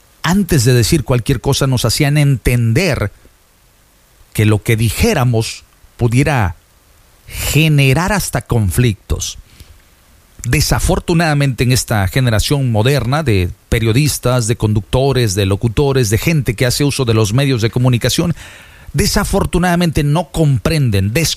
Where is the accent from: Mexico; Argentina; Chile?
Mexico